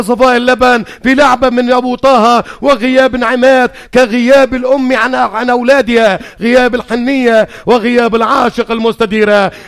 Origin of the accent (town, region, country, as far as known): Syria